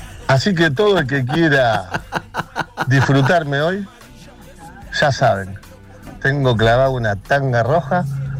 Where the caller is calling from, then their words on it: Argentina; como todo argentino peronista de bien